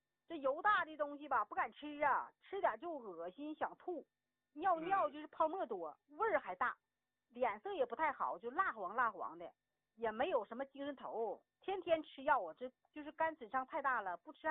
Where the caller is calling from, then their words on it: Daqing, Heilongjiang, China; 常老师啊，你看能不能给我留2个名额呀？我是大庆的。